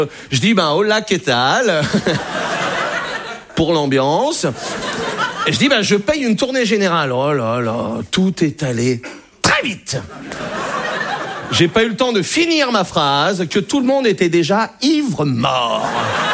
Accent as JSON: {"language": "French", "region": "Brittany", "country": "France", "said": "Je suis breton. Moi, j'ai été accepté en Bretagne."}